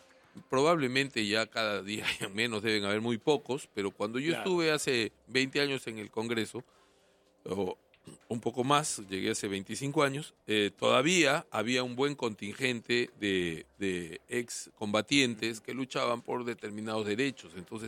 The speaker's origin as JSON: {"language": "Spanish", "town": "Tarapoto", "region": "San Martín", "country": "Peru", "said": "yo soy de San Martín, ¿no? De Tarapoto."}